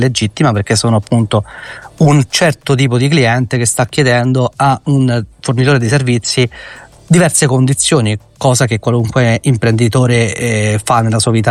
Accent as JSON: {"language": "Italian", "town": "Rome", "region": "Lazio", "country": "Italy", "said": "dato che comunque noi siamo di Roma e quindi è l'unica fiera certo mainstream della mia città."}